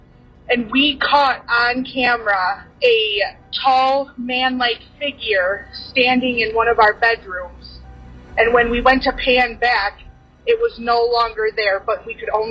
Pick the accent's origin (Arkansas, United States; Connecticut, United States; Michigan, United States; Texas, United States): Michigan, United States; now in Apple Valley, Minnesota, United States; I am from Apple Valley, Minnesota. But originally I lived in Michigan and the house that I grew up